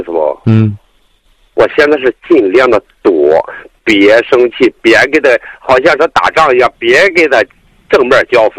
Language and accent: Chinese; Anhui, China; 我是安徽的，我是外地人，我在这收废品的